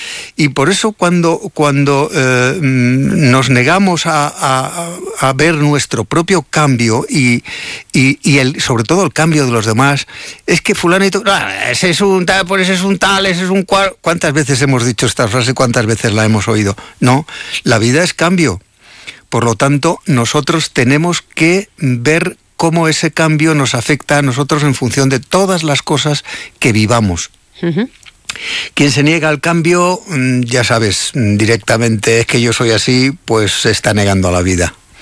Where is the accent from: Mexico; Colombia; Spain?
Spain; Cervera de Pisuerga, Castile and León; born there; moved away; el verano lo he pasado muy bien allá en mi pueblo